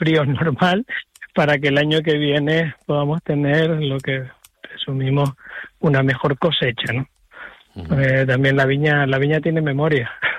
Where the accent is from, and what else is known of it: Canary Islands, Spain